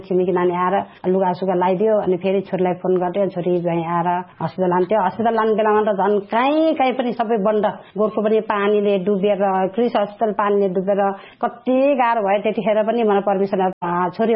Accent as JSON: {"language": "Nepali", "town": "Kathmandu", "region": "Bagmati", "country": "Nepal", "moved": "yes", "said": "मेरो घर चाहिँ कोटेश्वर हो। अहिले चाहिँ कोटेश्वरबाट म सानो गाउँ सरेको छु, त्यो नयाँ घरमा, अनि त्यहाँ सानो गाउँमा बस्छु।"}